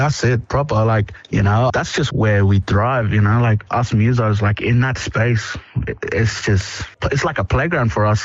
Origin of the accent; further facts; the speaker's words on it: Alice Springs, Northern Territory, Australia; Yeah, so growing up in Alice, you know, like you probably would have heard through the news and stuff, you know, like how hectic that place can be.